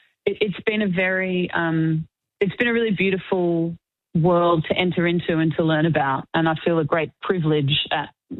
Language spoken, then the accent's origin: English; Melbourne, Victoria, Australia; Although I grew up in Melbourne, I think because I was a woman, because I was a girl, I never actually really thought the AFL was for me.